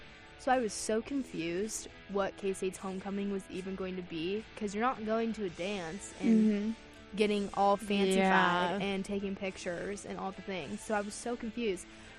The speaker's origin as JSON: {"language": "English", "town": "Kansas City", "country": "United States", "moved": "yes", "said": "That I'm from Kansas City, not Colorado, so I'm the odd one out. But I'm from KC"}